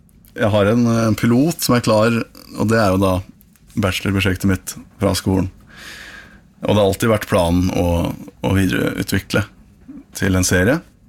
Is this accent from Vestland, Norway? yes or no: no; Fredrikstad, Østfold, Norway; Og så er jeg født og oppvokst i Fredrikstad